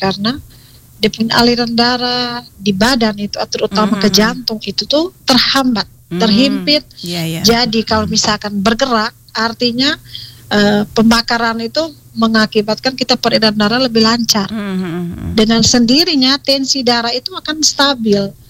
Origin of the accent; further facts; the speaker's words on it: East Nusa Tenggara, Indonesia; Saya dari Flores, jadi sering pulang Flores, jadi ada saya di mana, kenapa tidak datang, jadi seperti itu.